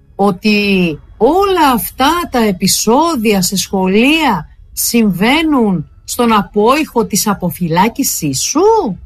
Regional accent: Heraklion, Crete, Greece; Στο Ηράκλειο επίσης, στην πόλη μου, μία μαθήτρια δέχτηκε απειλές και εκφοβισμό από συμμαθητές της

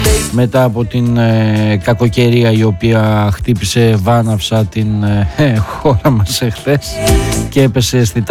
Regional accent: Greece; να αποδείξουμε ότι είμαστε Έλληνες

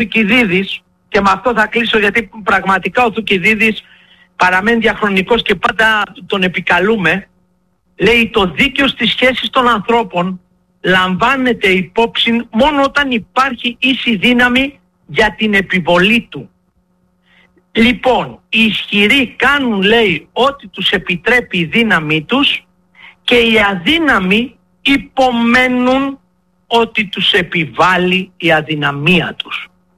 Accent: Greece; Εγώ σαν Έλληνας

